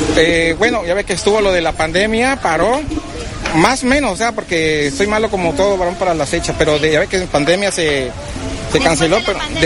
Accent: Veracruz, Mexico; yo sí soy de aquí, de Veracruz Puerto, la Colonia México, más o menos para que tengan una idea, de Pino Suárez y Montesina, por donde está el puente Choco de Jiménez, por ahí vivo.

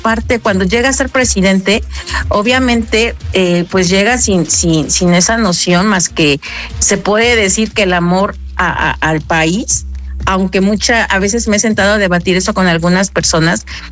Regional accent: Mexico; sí soy muy mexicano, muy nacionalista, ¿no?

